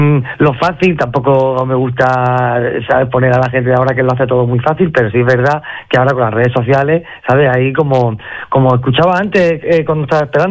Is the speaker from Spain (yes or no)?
yes; Yecla, Region of Murcia, Spain; yo que vengo de Yecla, que es una zona que está al norte de Murcia, muy cerca de Valencia